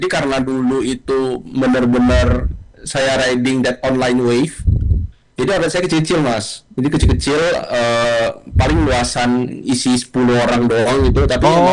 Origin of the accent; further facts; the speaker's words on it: Medan, North Sumatra, Indonesia; born there; moved away as an adult; now in Yogyakarta, Indonesia; saya aslinya dari Medan ya.